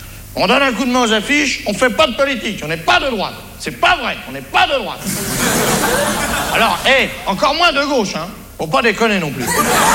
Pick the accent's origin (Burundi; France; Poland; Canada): France